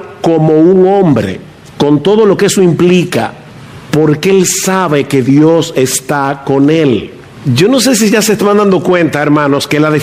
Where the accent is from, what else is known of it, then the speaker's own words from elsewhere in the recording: San Juan de la Maguana, San Juan, Dominican Republic; Cuando yo era niño, como cinco o seis años, vino a San Juan de la Maguana, al pueblo donde yo nací, un circo llamado el Circo Dorado.